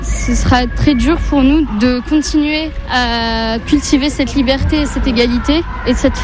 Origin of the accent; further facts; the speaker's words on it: Algeria; et je suis algérienne